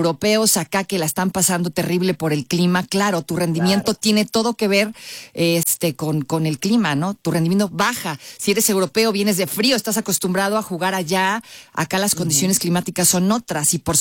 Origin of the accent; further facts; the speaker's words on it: Mexico; y pues mi favorito, porque soy mexicana, pues es México.